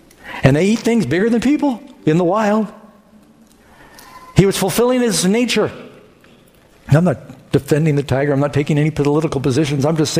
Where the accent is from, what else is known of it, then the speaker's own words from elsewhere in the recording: New York City, New York, United States; because I grew up in New York City.